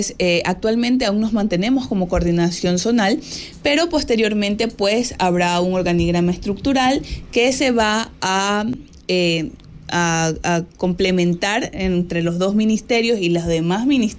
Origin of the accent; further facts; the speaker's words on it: Manta, Manabí, Ecuador; nosotros como manabitas, como ecuatorianos, ya lo vivimos. En 2016 un terremoto que azotó la provincia, en mi cantón Manta fue también muy fuerte